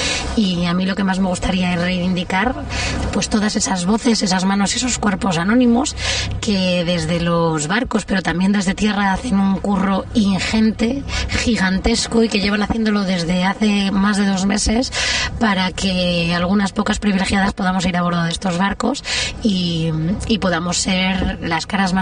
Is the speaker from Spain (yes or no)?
yes; Madrid, Community of Madrid, Spain; now in Mallorca, Spain; soy madrileña, ahora mismo viviendo en Mallorca, y soy militante de la Global Sumo Flotilla.